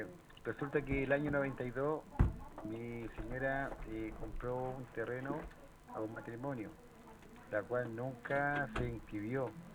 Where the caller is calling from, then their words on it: Viña del Mar, Valparaíso, Chile; de acá de Villa Independencia.